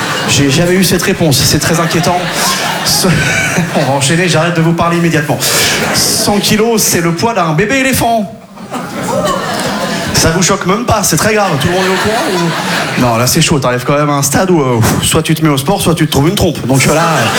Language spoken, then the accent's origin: French; Quimperlé, Brittany, France; là d'où je viens à Quimperlé, on n'avait pas les sports cool. On n'avait pas basket, hand foot.